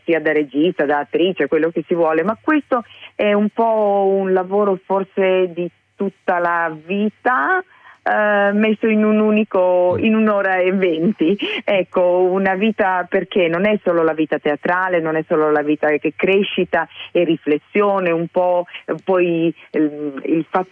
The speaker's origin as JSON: {"language": "Italian", "town": "Šišan", "region": "Istria County", "country": "Croatia", "accent": "Istriot of Sissano", "first_language": "Istriot", "second_language": "Italian", "said": "è un piccolo omaggio che ho voluto dare a uno degli idiomi della lingua istriota, che è quella della località di Sissano, per cui ecco, una grande responsabilità, ma anche un grande dovere il fatto di esprimermi nella mia lingua madre."}